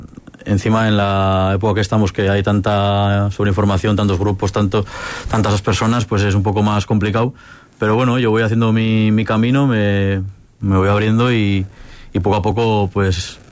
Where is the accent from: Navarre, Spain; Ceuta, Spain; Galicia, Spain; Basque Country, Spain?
Navarre, Spain; Sesma; tengo un concierto nada más este verano, que es en Sesma, en mi pueblo.